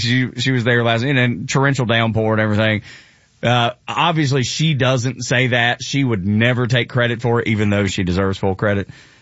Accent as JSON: {"language": "English", "region": "Georgia", "country": "United States", "said": "I was from Northwest Georgia."}